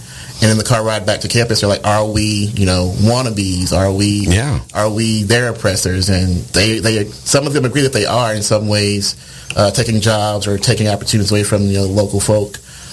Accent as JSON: {"language": "English", "region": "Mississippi", "country": "United States", "said": "I'm from Mississippi, yeah"}